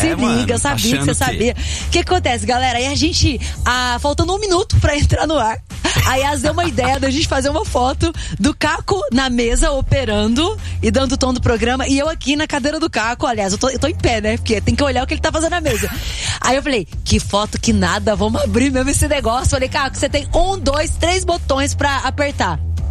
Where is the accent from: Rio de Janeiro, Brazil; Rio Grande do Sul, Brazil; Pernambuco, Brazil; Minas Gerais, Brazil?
Minas Gerais, Brazil; now in São Paulo, Brazil; Eu, por exemplo, sou do sul de Minas Gerais e estou aqui em São Paulo.